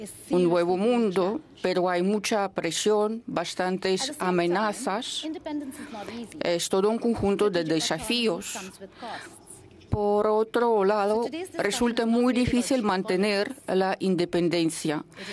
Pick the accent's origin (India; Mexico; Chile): India; yo, siendo moderadora y provengo de la India, hemos agregado unas especies de la India